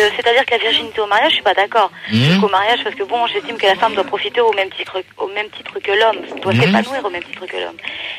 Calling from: Créteil, Île-de-France, France; De Créteil.

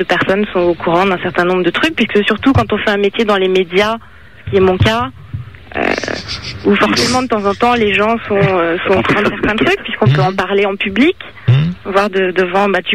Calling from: Tourcoing, Hauts-de-France, France; J'appelle de Tourcoing.

